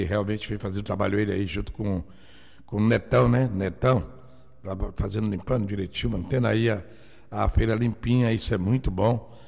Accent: Brazil; eu sou brasileiro.

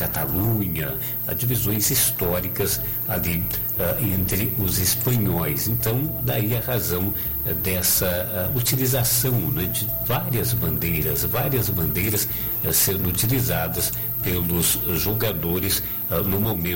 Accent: Brazil; eu sou brasileiro

